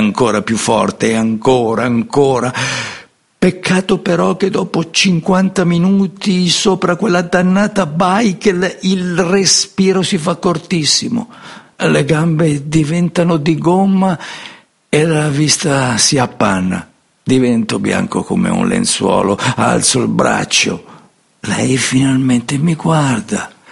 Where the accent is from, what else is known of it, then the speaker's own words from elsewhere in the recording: Sicily, Italy; nonostante sono siciliano con metà sangue greco da parte di padre e normanno da parte di madre